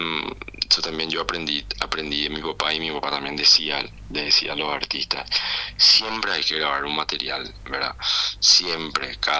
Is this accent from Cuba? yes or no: no; Paraguay